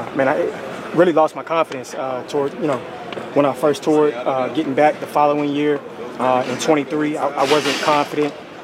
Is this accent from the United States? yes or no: yes; Dallas, Texas, United States; I'm from Dallas, born and raised